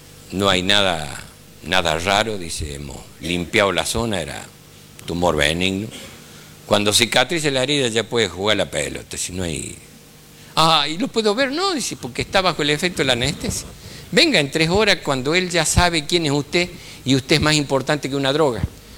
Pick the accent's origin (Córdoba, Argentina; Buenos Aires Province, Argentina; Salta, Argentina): Córdoba, Argentina; Cosquín; Yo soy de Cosquín.